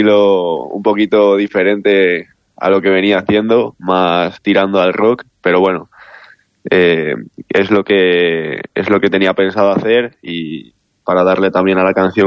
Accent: La Adrada, Castile and León, Spain; hay parte del videoclip que está rodada, como bien dices, aquí en mi pueblo.

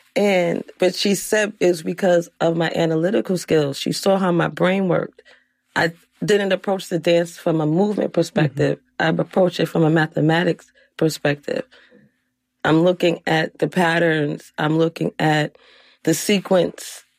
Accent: New York, United States; And especially growing up in New York, because me, it's like New York, that's it.

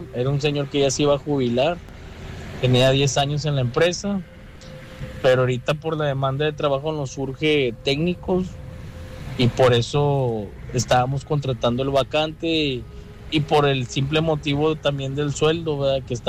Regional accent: Guadalupe, Nuevo León, Mexico; Yo soy del municipio de Guadalupe, Nuevo León.

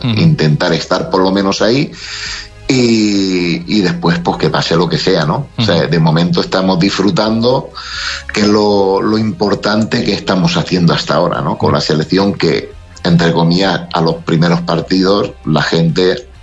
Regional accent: Elche, Valencian Community, Spain; porque yo soy de Elche

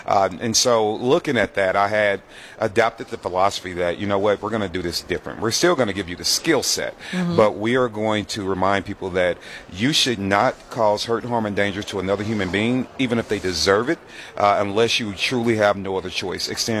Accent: St. Louis, Missouri, United States; now in Atlanta, United States; I'm from St. Louis, Missouri. I live in Atlanta, Georgia now. I don't claim Georgia. I love you, Georgia, but I'm a Midwest boy born and raised.

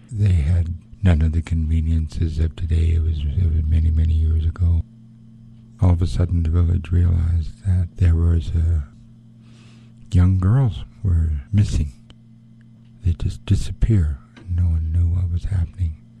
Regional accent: Craig, Alaska, United States; also born or lived in Hydaburg; Haida Indian from Southeastern. I'm Eagle Moiety and Frog Clan. I was born in Craig on Prince of Wales Island. My mother is from Heidelberg, so we grew up in both of those two communities.

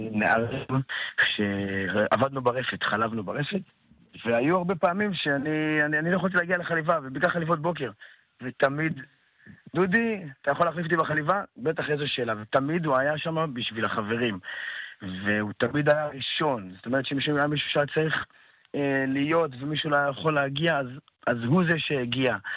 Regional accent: Beit HaShita, Northern District, Israel; born or raised there

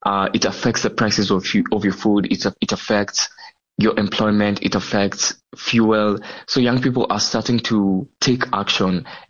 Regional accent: Kenya; being Kenyan, Kenyans are, especially young Kenyans, are currently

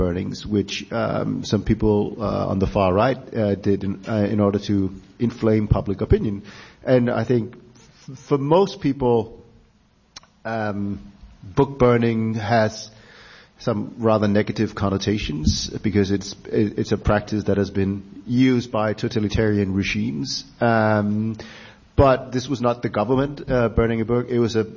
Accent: Denmark; My home country, Denmark

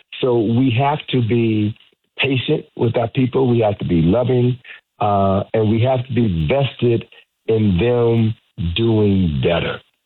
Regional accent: Chicago, Illinois, United States; part of this energy comes from me growing up in Chicago. I spent my first 21 years of life growing up in Chicago.

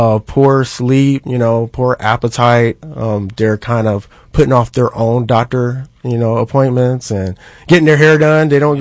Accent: Akron, Ohio, United States; Yes, I'm from Akron, Ohio. Been out here for about 21 years.

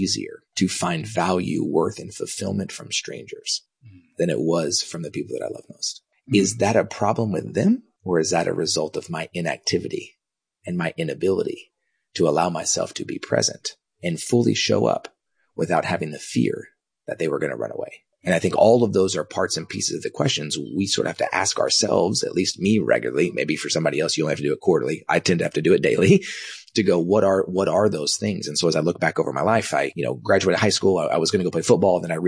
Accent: Dallas, Texas, United States; also born or lived in Kansas; So I was born in 1983. I was born in Kansas. I only lived there for about a week. Came back to Dallas

